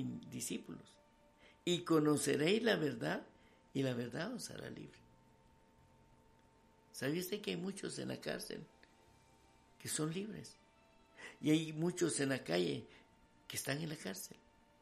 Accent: Guatemala; Yo soy guatemalteco.

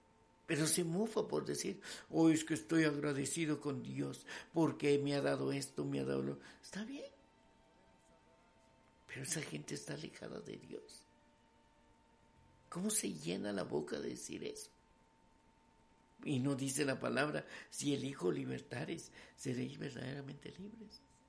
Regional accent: Guatemala; Yo soy guatemalteco.

